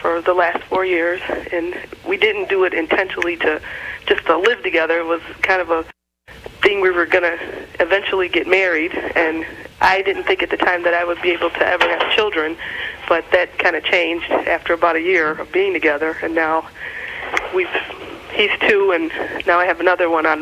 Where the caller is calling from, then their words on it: Chicago, Illinois, United States; I'm calling from Chicago.